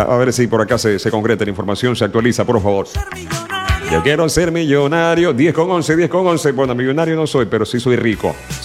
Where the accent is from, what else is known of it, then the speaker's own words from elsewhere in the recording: Ecuador; Como todo un ecuatoriano